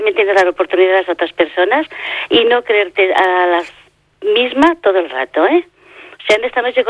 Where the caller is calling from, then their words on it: Barcelona, Catalonia, Spain; Te llamo desde Barcelona